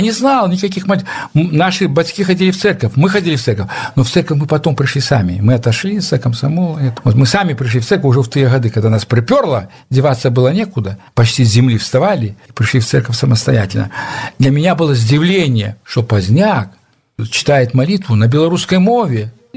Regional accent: Vawkavysk, Grodno Region, Belarus; moved away as an adult; also born or lived in Moscow; и никакого акцентования не было на том, что мы белорусы. У нас в семье размовляли, до речи, по-польску, а мы размовляли уже в русской школе по-русски, Волковыске в городе. А я потом закончил, поехал в Москву.

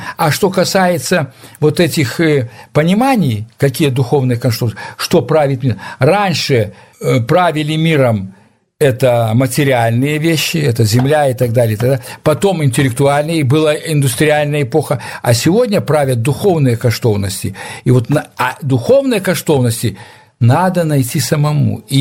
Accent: Vawkavysk, Grodno Region, Belarus; moved away as an adult; now in Moscow, Russia; никакого акцентования не было на том, что мы белорусы. У нас в семье размовляли, до речи, по-польску, а мы размовляли уже в русской школе по-русски, в Волковыске в городе.

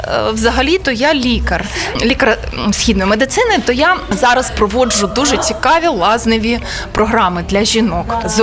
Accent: Kharkiv, Kharkiv Oblast, Ukraine; я з Харкова, з України.

